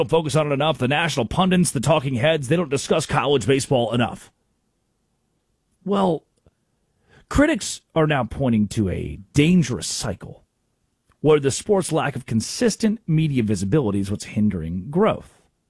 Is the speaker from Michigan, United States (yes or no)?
no; Arkansas, United States; growing up in Arkansas